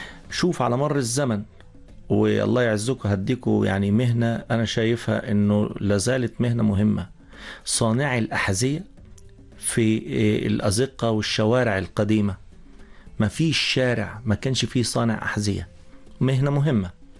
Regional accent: Egypt; إحنا عندنا في مصر كمان في تنوع شوية في التضاريس، لكن ما عندناش مدن وازدحام سكاني في مناطق جبلية

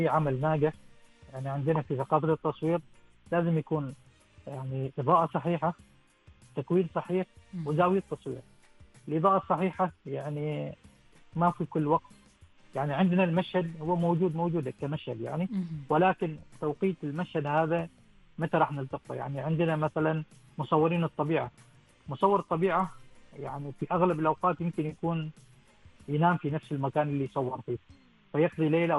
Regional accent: Oman; من سلطنة عمان أو من بلادنا عمان

